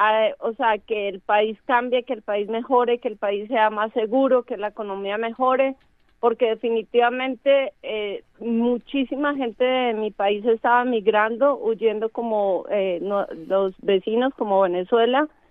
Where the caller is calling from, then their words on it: Colombia; La población de mi país en Colombia son 53 millones de personas.